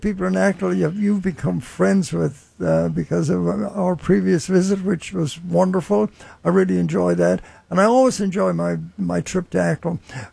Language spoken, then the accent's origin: English; Ballinan, Ireland; moved away; But everyone knows that my hometown was Ballinan. I have some great memories of that town. I was, I hated to leave it 60-some years ago